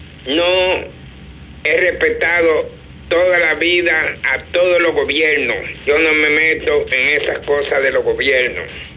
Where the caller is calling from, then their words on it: Dominican Republic; los políticos aquí, en mi país